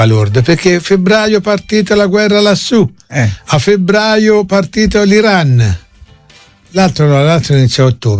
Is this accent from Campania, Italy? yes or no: no; Arezzo, Tuscany, Italy; Io ci sono cresciuto a Saione